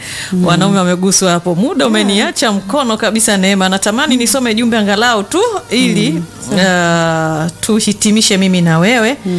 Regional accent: Tabora, Tanzania; ninatokea Tabora.

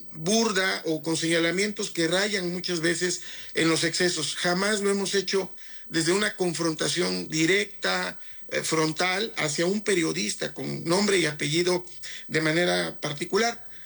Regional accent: Oaxaca, Mexico; a quien conozco de muchos años, somos oaxaqueños

